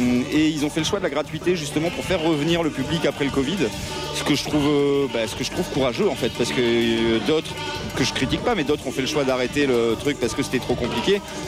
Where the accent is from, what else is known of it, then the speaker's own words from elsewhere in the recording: Outreau, Hauts-de-France, France; Parce que moi, je viens d'Outreau. Alors je peux lui montrer la tour du Renard selon le genre de tourisme, tu vois, qu'il aime faire, quoi, tu vois.